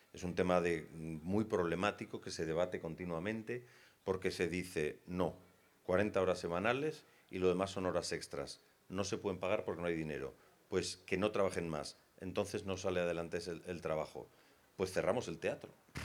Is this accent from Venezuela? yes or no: no; Spain; Yo me considero un orgulloso español, pero para alguna gente no lo soy.